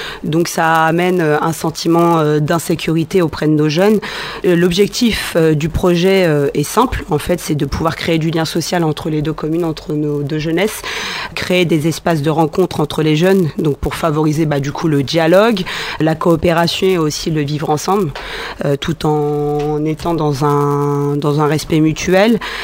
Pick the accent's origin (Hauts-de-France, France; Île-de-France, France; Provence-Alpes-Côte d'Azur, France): Île-de-France, France; Beaumont-sur-Oise; j'ai fréquenté le lycée Varis Gallois, je suis originaire de Beaumont.